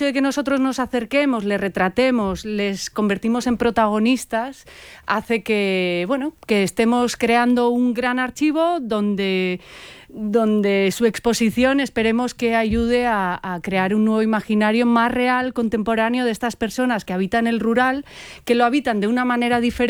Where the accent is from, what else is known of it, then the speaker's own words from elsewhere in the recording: Tolosa, Basque Country, Spain; yo soy de Tolosa, soy de cerquita